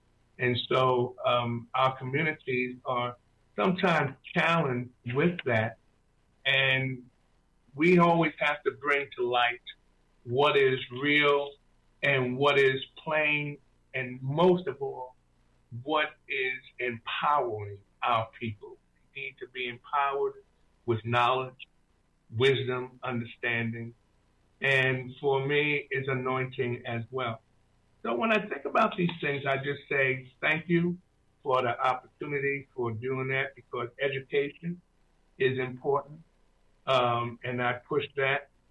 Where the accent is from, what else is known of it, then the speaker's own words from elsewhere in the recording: Bronx, New York, United States; So I grew up in the North Bronx, where, it's sometimes it's tough being in a community that is in transition or different things like that.